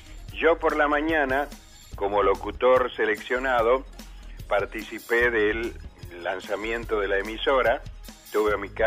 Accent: Corrientes, Argentina; now in Tucumán, Argentina; en realidad yo soy tucumano, nada más que me crié en la provincia de Corrientes

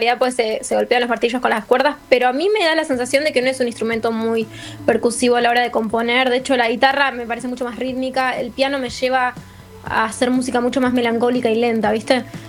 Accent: Burzaco, Buenos Aires Province, Argentina; also born or lived in Saavedra, Buenos Aires; now in Caballito, Buenos Aires, Argentina; crecí en Bursaco bastante y en Saavedra.

